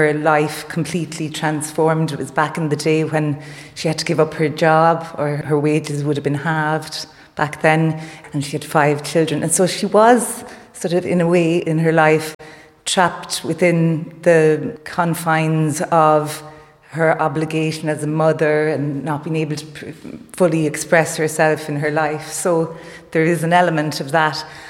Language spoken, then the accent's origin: English; Bennettsbridge, County Kilkenny, Ireland; I grew up in Bennett's Bridge, but near Kilkenny, and my parents were here as well.